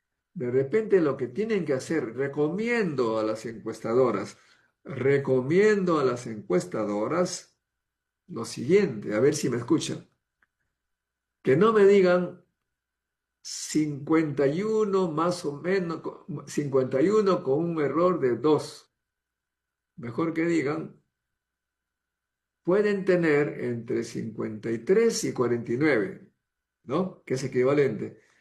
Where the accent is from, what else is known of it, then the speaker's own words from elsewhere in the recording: Peru; moved away; Yo, menos mal que soy serrano, me voy a mi tierra